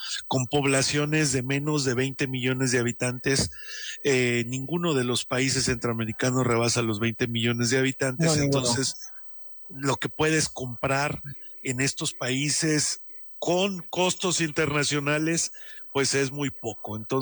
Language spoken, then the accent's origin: Spanish; Mexico; Nosotros como mexicanos exportamos.